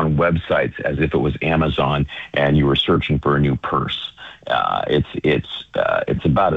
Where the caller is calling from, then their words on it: Kyiv, Ukraine; It's great to be with you. I'm calling you from Kyiv.